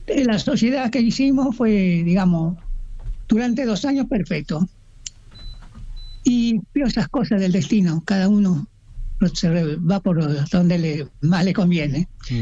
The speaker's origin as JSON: {"language": "Spanish", "town": "La Aurora", "region": "Santiago del Estero", "country": "Argentina", "tie": "born there", "said": "Yo nací en la Aurora, provincia de Santiago del Estero."}